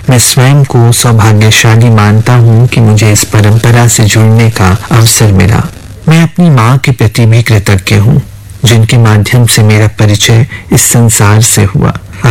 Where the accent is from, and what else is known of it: Gorakhpur, Uttar Pradesh, India; born or raised there